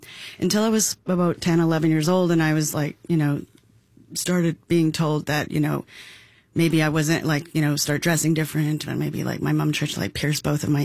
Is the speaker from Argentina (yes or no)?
no; Calgary, Alberta, Canada; also born or lived in Jasper; And I grew up half in Jasper and then on a farm or a ranch outside of Calgary for most of my life.